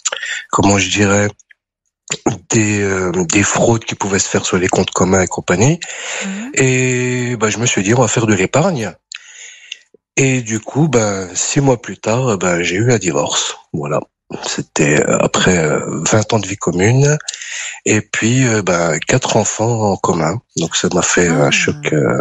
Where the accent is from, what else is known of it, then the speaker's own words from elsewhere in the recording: France; born there; Bah après, moi je suis né en France.